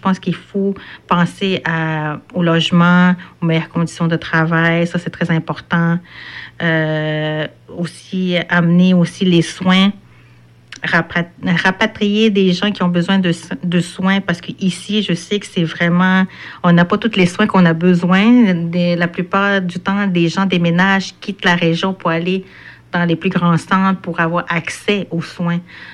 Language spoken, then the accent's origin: French; Natashquan, Quebec, Canada; parce que je viens de Natashquan, la communauté Innu Noutarquan.